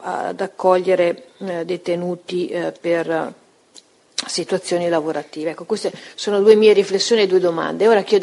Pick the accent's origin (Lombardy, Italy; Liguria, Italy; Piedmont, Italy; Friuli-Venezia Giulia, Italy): Liguria, Italy; La Spezia; io sono di La Spezia